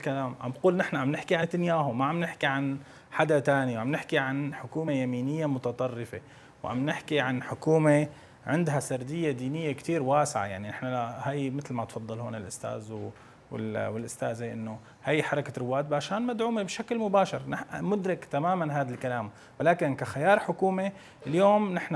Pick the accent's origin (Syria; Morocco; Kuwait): Syria; ربما يعني تسبب تبعات نحن كسوريين جميعا بغينا عنا. نحن خارجين من حرب 14 سنة مدمرة